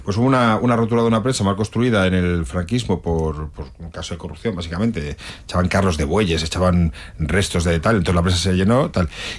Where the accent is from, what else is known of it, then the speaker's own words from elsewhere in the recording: Ribadelago, Castile and León, Spain; En mi pueblo, se llama Ribera del Lago, hubo una tragedia, se rompió una presa en los años 50, en el año 59.